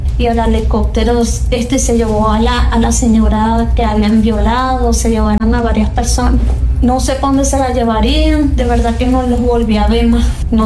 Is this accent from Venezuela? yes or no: yes; Venezuela; Yo le dije, no, él es mi hermano, nosotros somos venezolanos.